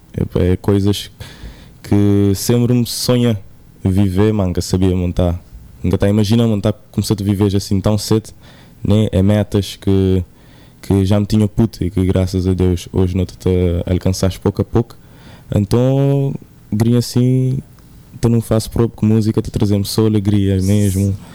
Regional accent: Sal, Cape Verde; Nunca nasci ali, nasci na São Sendo, mas criei toda a minha vida ali na sala. Então, te considero a mim mesmo um salgadinho.

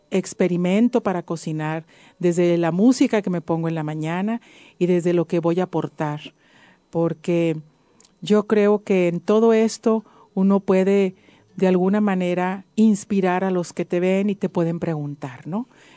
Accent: Guadalajara, Jalisco, Mexico; born there; Nací en Guadalajara, Jalisco

